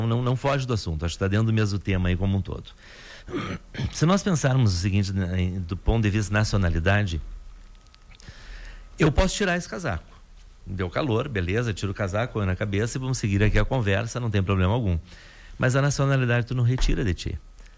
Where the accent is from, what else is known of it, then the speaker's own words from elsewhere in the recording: Brazil; meu país de origem, no nosso caso aqui do Brasil.